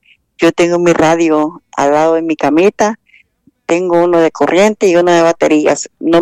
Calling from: Camalote, Santa Bárbara, Honduras; Estamos llamando aquí de Camalote, aquí mi está Santa Bárbara, hermano.

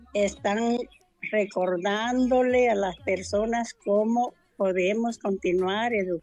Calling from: Choloma, Cortés, Honduras; de aquí le hablo de Choloma.

